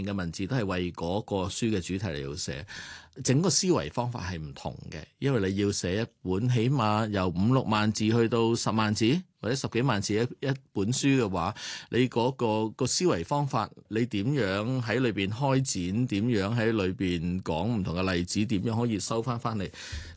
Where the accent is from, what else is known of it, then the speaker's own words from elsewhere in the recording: Hong Kong; 我未试过喺第二啲地方居住，其他都系旅居几个月唔计啦，咁样好短啊。我未试过去外国读书工作，我喺度出生